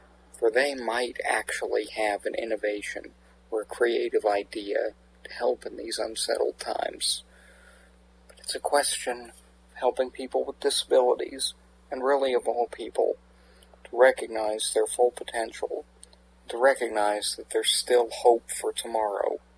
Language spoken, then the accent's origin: English; Canada; as Canadian citizens, you're right, a lot of us do have friends in the U.S., even family.